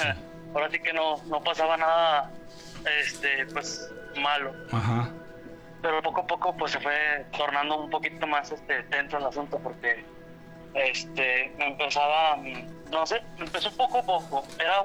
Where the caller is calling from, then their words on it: Aguascalientes, Mexico; Desde Aguascalientes, Aguascalientes, aquí en la capital.